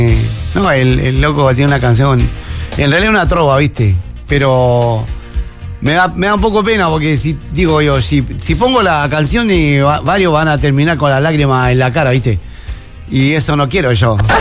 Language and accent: Spanish; Argentina; como argentino, te digo